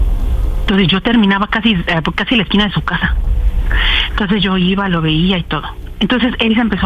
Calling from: Cuautitlán Izcalli, State of Mexico, Mexico; Yo vivo en Cuautlán Izcalli.

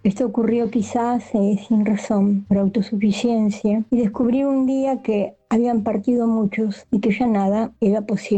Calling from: Buenos Aires, Argentina; de Belgrano

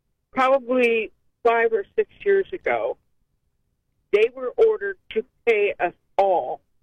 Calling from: North Canton, Ohio, United States; I'm from North Canton

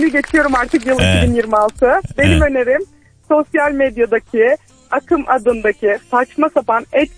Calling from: Mersin, Turkey; Şu an Mersin'den arıyorum

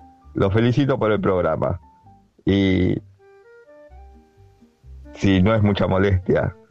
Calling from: Mar del Plata, Buenos Aires Province, Argentina; de Mar del Plata.

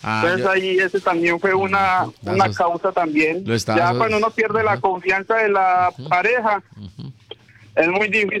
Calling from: San Carlos, Antioquia, Colombia; yo soy de San Carlos, Antioquia.

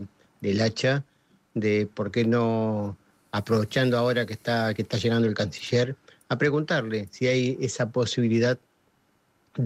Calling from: Buenos Aires, Argentina; de Colegiales.

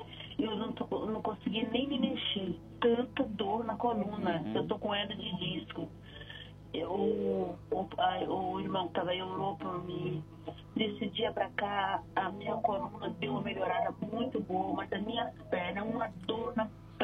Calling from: São Paulo, Brazil; Eu falo de Jardim do Araú, São Paulo.

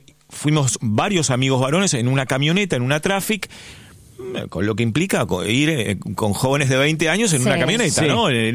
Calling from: Buenos Aires, Argentina; de San Telmo.

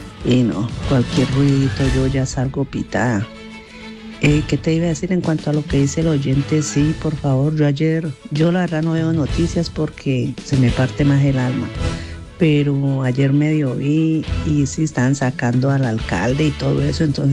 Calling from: Colombia; de aquí de Ciudad del Campo.

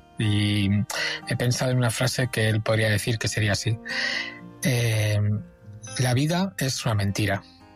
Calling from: Madrid, Community of Madrid, Spain; de Madrid.

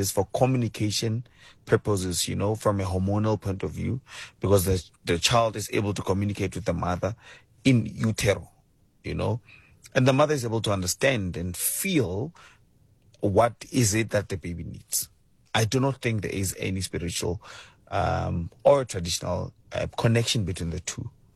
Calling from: Pretoria, Gauteng, South Africa; I'm calling from Pretoria.

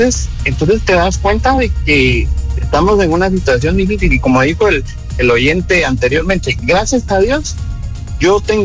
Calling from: Guatemala; nosotros como guatemaltecos

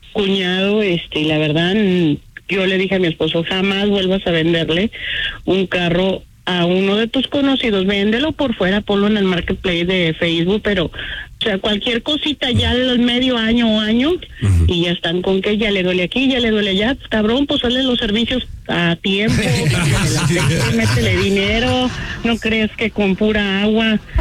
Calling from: Jalisco, Mexico; No, señor, soy de Jalisco

